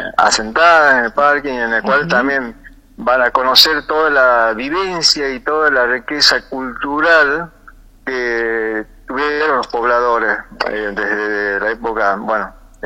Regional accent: San Pedro de Jujuy, Jujuy, Argentina; moved away; Soy jujeño.

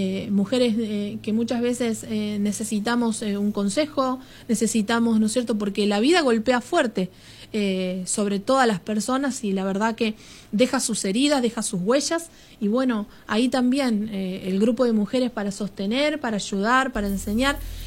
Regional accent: Argentina; hasta cuándo como argentino vamos a estar esperando que otro lo haga

